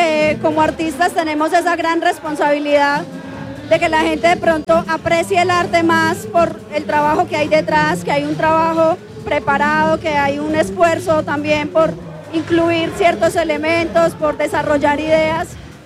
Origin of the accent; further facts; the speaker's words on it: Colombia; como nací en Colombia, siempre me crié escuchando porros, gaitas y cumbias y salsa.